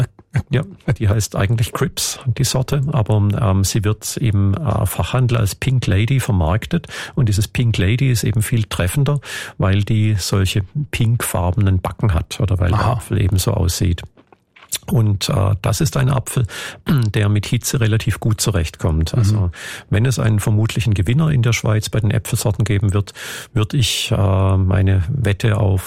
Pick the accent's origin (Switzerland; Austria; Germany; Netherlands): Germany; man sieht das auch in Deutschland, wo ich herkomme, schon, dass viele Winzerbetriebe aufgeben müssen